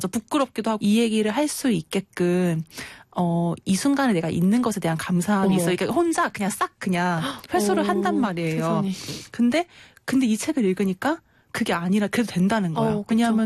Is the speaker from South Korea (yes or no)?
yes; South Chungcheong, South Korea; 제 본가가 충청남도에 있거든요.